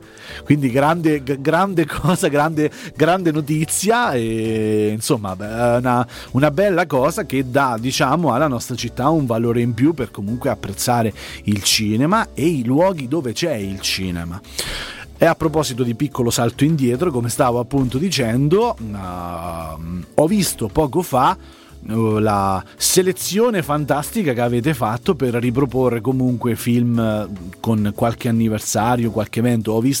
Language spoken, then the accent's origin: Italian; Lazio, Italy; essendo cresciuto, anche essendo del quartiere. Sì, anch'io ero sono di Via dei Velini